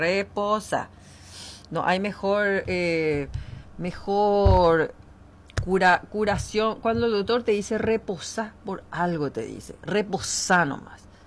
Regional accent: Paraguay; como mujer paraguaya me tengo que dividir en 400 pedazos

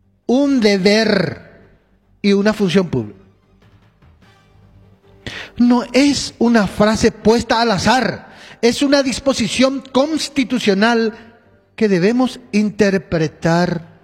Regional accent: Paraguay; como ciudadano paraguayo, considero realizar una reflexión constitucional.

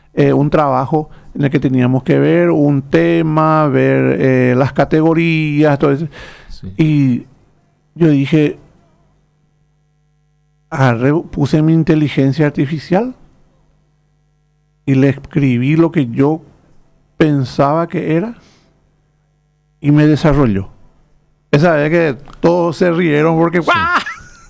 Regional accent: Paraguay; Entonces, no podés vos, uno como paraguayo, no puede decirle: no te tengo paciencia porque sos brasileño.

